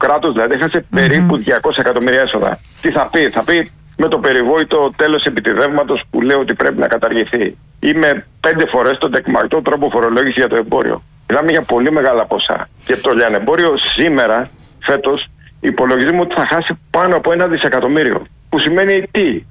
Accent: Greece

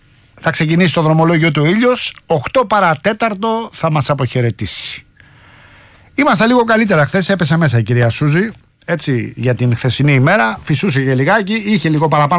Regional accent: Rafina, Attica, Greece; Εκεί στην πατρίδα μου, στη Ραφίνα, γιορτάζει η Παντοβασίλισσα.

